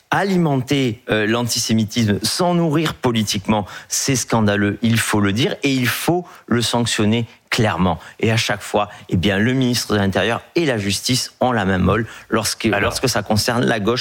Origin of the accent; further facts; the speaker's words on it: Marseille, Provence-Alpes-Côte d'Azur, France; Je vais prendre l'exemple de chez moi à Marseille, parce que ce n'est pas anodin.